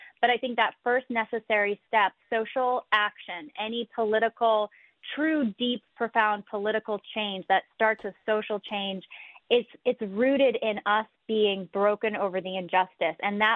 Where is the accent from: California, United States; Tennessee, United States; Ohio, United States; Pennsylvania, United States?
California, United States; San Jose; where I grew up in San Jose, California